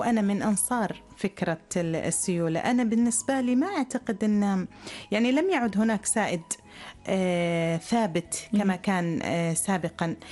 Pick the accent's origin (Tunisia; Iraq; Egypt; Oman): Oman; أنا كاتبة عمانية وصوت عماني